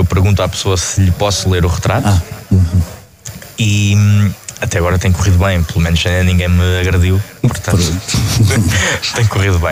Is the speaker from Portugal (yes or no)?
yes; Leiria, Centro, Portugal; Eu sou daqui, sou de Leiria, sou dos Magazes, portanto, não sou de muito longe.